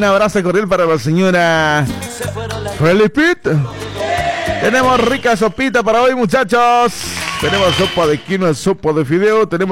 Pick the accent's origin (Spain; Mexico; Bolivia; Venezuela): Bolivia; Gutiérrez, Santa Cruz; Un abrazo hasta Camiri, mi tierra querida. Yo soy de Gutiérrez, cerquita, cerquita de Camiri, claro que sí. La capital petrolera de Bolivia.